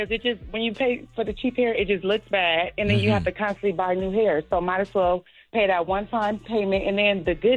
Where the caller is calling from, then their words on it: Compton, California, United States; I'm calling from Compton.